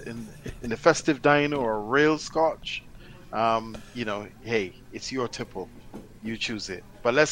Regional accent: Barbados; moved away; I'm from Barbados originally

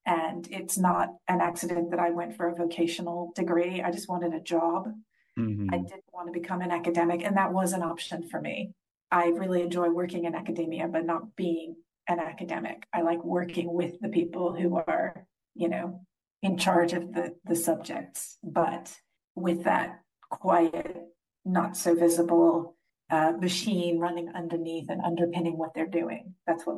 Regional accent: California, United States; moved away as an adult; now in England; I've worked in the US. I'm from California. And I've been working in England for about 11 years now. I've lived here. It's my home. It's my permanent home.

